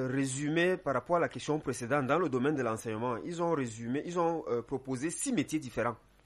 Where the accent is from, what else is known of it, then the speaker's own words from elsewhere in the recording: Cameroon; chez nous au Cameroun.